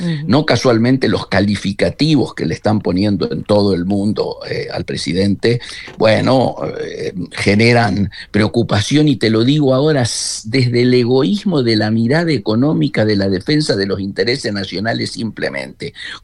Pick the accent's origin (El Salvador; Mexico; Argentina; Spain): Argentina